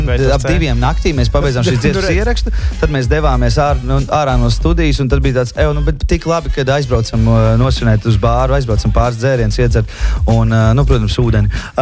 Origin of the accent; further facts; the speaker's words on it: Jelgava, Zemgale, Latvia; kur mēs tiekamies Jelgavā 26. Manā dzimtajā pilsētā